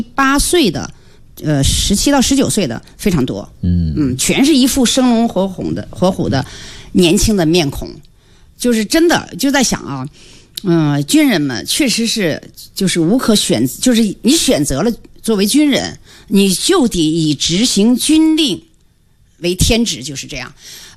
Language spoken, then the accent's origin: Chinese; northern China, China; 我是北方人